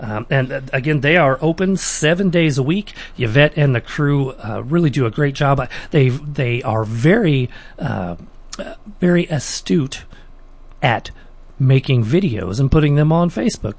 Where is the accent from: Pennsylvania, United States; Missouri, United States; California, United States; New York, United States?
Missouri, United States; Sedalia; now in Otterville, United States; I grew up in Sedalia and just live outside of Otterville a little bit.